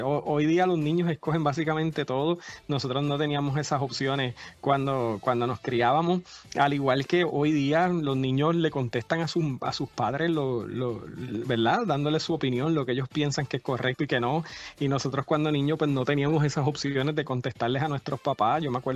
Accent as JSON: {"language": "Spanish", "country": "Puerto Rico", "also_born_or_lived": "Ohio / New Jersey", "moved": "yes", "lives_now": "Tampa, United States", "said": "mi isla, Puerto Rico"}